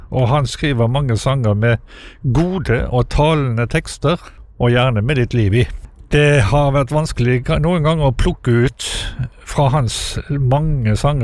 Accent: Kristiansund, Møre og Romsdal, Norway; fra Kristiansund, og har vært med en del i kretsen Nordmøre og Romsdal krets.

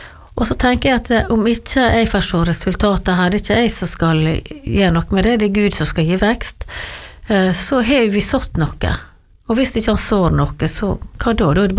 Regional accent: Giske, Møre og Romsdal, Norway; born or raised there

